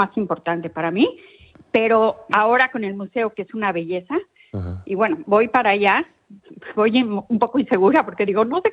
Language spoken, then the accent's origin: Spanish; Mexico; moved away; Soy muy mexicana y soy de barrio.